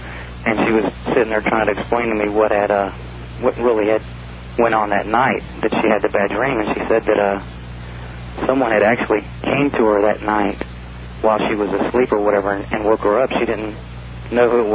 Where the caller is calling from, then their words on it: Anchorage, Alaska, United States; I'm calling from Anchorage, Alaska.